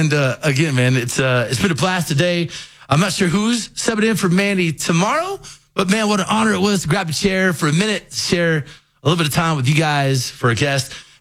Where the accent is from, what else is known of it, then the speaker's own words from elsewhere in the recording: Elizabeth, Colorado, United States; So, man, again, Willie, I grew up in Elizabeth.